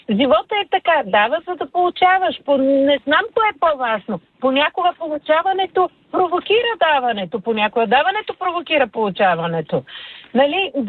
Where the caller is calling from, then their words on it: Sofia, Sofia City, Bulgaria; от София.